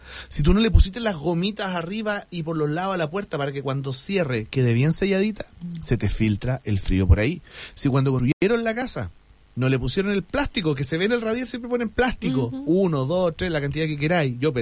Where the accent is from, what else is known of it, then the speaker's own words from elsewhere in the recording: Concepción, Biobío, Chile; En mi casa somos todos ex de Concepción y allá no hace tanto calor, pues no hay 40 grados como acá, allá hay 30, 32.